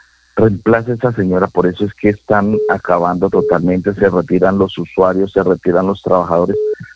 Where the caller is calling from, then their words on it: Pitalito, Huila, Colombia; Le llamo de Pitalito Huila.